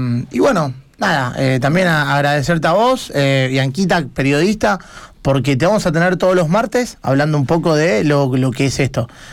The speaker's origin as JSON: {"language": "Spanish", "country": "Argentina", "said": "Hoy juega nuestro país."}